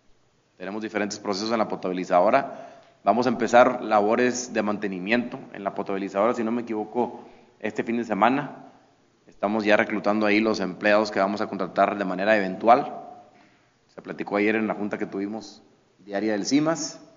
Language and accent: Spanish; Coahuila, Mexico